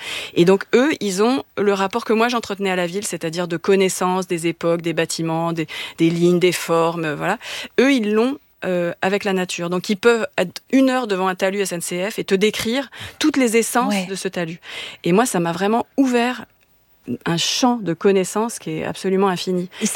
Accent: Paris, Île-de-France, France; je suis chorégraphe, je suis parisienne, j'accumule un peu les les défauts.

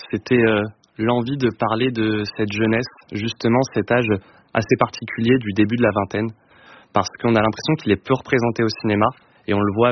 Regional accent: Nantes, Pays de la Loire, France; Alors nous, on vient de Nantes et depuis toujours, on est très attaché à la Bretagne en fait.

